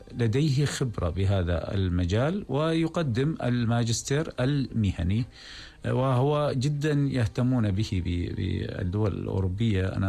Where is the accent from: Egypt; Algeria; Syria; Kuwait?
Syria; Deir ez-Zor, Deir ez-Zor Governorate; من دير الزور، من المحافظة التي أعتز بها. وأعتز بالانتماء إليها، وبرأيي بأني كون ابن تلك المحافظة المعروفة بفصاحتها